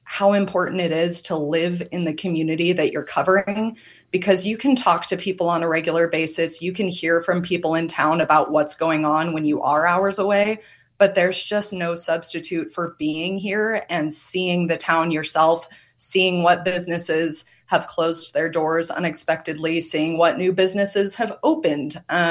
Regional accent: Yreka, California, United States; 3 hours from Medford, 3 hours from Ashland, 3 hours from my hometown of Wairika.

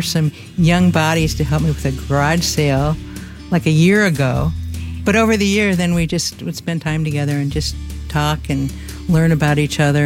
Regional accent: Ohio, United States; now in Eugene, United States; I am 72 years old, which is also amazing. Was originally from Ohio and came here in 1977 to Eugene.

